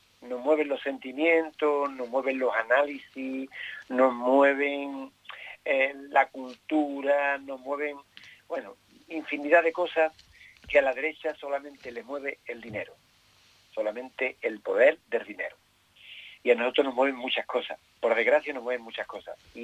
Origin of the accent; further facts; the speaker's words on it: El Coronil, Andalusia, Spain; born there; also born or lived in El Campillo; mi pueblo donde nací es Campillo, pero bueno, vivo en el Coronil, ya llevo aquí viviendo pues 60 años.